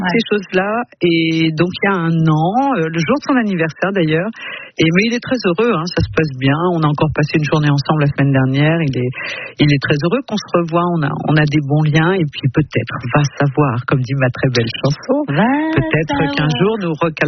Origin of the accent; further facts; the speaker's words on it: France; Je lui ai dit, oui, je suis française.